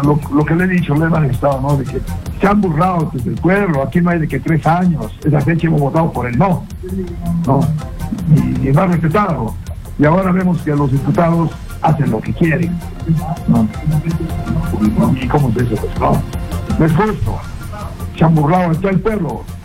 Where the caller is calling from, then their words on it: Arequipa, Peru; Me llamo de Arequipa.